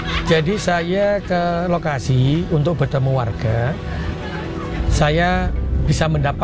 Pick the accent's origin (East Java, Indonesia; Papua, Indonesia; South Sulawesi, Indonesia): East Java, Indonesia; Surabaya; Jadi saya dilahirkan di kota Surabaya. Itu adalah rumah saya, rumah masa kecil saya.